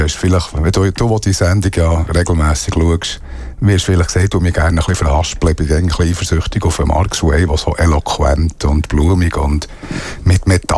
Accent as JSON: {"language": "German", "town": "Thun", "region": "Bern", "country": "Switzerland", "tie": "born there", "also_born_or_lived": "Ticino / Trub", "said": "Ich bin in Thun aufgewachsen und ich bin im Tessin aufgewachsen."}